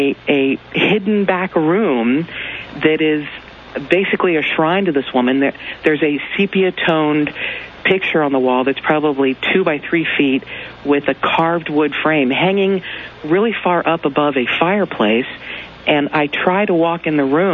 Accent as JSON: {"language": "English", "region": "Kentucky", "country": "United States", "moved": "as an adult", "lives_now": "Los Angeles, United States", "said": "I was raised Southern Baptist. I'm from Kentucky originally. I've lived in Los Angeles for 8 years."}